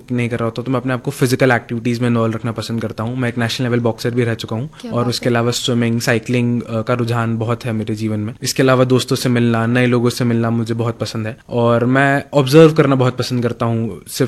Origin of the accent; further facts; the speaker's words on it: Indore, Madhya Pradesh, India; I have been born and brought up in Indore only.